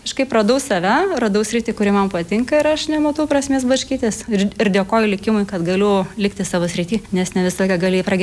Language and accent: Lithuanian; Samogitia, Lithuania; aš pati kilusi iš Žemaitijos. Man įdomu sužinoti daugiau apie miestelius, iš kurių aš pati esu kilusi, aš pati iš mažo miestelio Žemaitijoje.